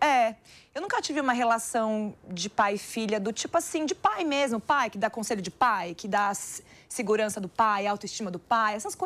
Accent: Salvador, Bahia, Brazil; Eu sou baiana, né? Nasci em Salvador.

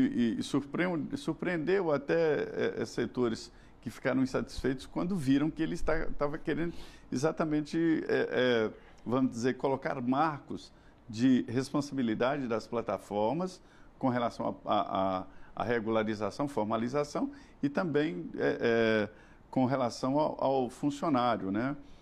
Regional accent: Medina, Minas Gerais, Brazil

